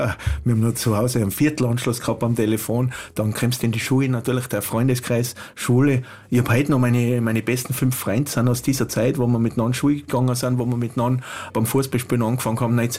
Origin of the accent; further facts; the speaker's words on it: Wörgl, Tyrol, Austria; moved away as an adult; also born or lived in Navis, Austria / Vienna, Austria; now in Wolfsberg, Austria; Also bin auf dem Bauernhof aufgewachsen in Wörgl, mit einer Vielzahl an Personen, wie es halt ist, so in die 70er Jahren am Bauernhof